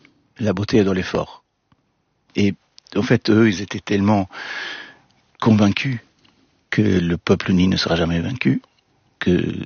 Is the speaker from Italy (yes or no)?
yes; Perugia, Umbria, Italy; moved away; ma ville natale, qui est Perugia